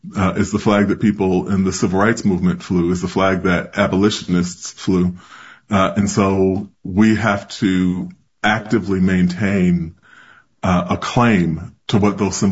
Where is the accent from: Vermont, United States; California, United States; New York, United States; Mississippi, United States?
New York, United States; So I'm a New Yorker